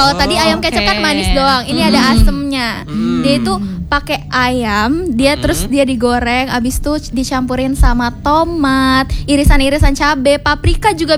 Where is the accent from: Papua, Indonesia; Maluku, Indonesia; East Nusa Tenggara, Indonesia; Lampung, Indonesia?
Lampung, Indonesia; Bandar Lampung; Gue Bandar Lampung asli